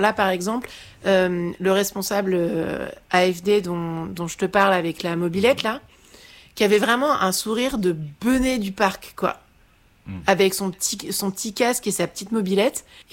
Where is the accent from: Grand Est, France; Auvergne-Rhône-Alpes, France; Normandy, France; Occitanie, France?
Normandy, France; Caen; C'est que moi je viens de Caen en fait.